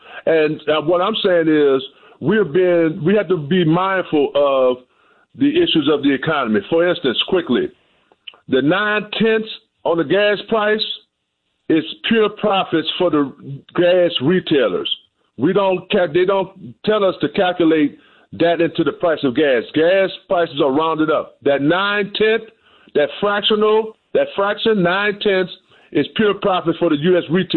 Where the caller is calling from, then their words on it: New Orleans, Louisiana, United States; from New Orleans.